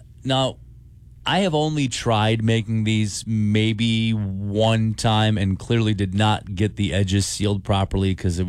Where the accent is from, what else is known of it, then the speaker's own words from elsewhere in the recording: Minnesota, United States; Near my hometown that I had never been to, but near in the big metropolis of Farming, Minnesota.